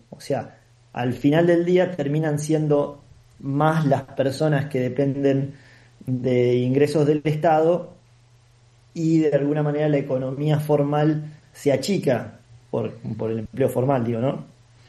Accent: Paraná, Entre Ríos, Argentina; born there; nosotros somos de acá, yo soy de Paraná, nací, vivo acá en Paraná. Si bien tuve la oportunidad de estudiar en otra provincia

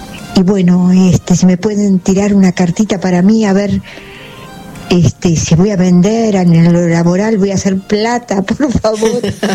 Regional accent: Lomas de Zamora, Buenos Aires Province, Argentina; Soy de Lomas de Zamora.

